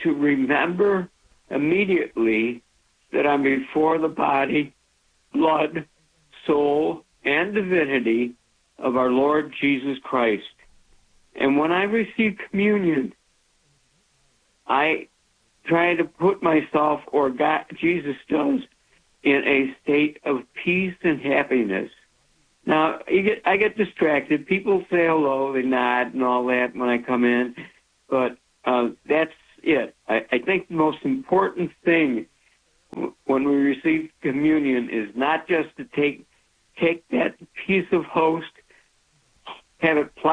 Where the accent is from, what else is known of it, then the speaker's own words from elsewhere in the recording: Chicago, Illinois, United States; now in Arizona, United States; I grew up in the Chicago Archdiocese in the 1950s